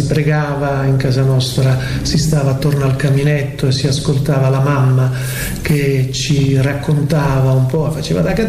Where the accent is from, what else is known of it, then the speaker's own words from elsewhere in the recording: Isola di Capo Rizzuto, Calabria, Italy; born there; now in Matera, Italy; Io sono di origine calabrese, sono nato a Isola di Capo Rizzuto, allora era provincia di Catanzaro, poi con la revisione che ci fu delle nuove province fu fatta provincia anche Crotone